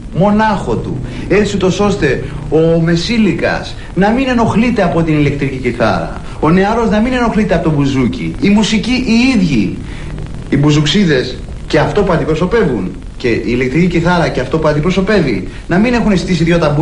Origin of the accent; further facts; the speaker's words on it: Greece; εμάς τους Έλληνες